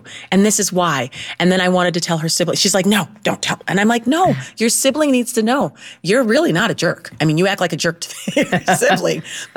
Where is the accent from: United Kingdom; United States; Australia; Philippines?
United States; Ohio; accent: Midwestern; I'm from Ohio, Midwestern, like newscasters study our voices.